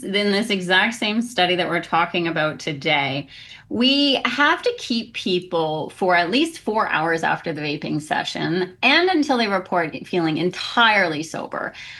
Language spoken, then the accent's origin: English; Canada; moved away as an adult; now in Washington, United States; I'm Canadian originally